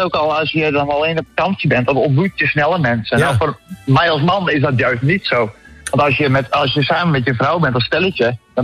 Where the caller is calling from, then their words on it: Franeker, Friesland, Netherlands; In Vraneker.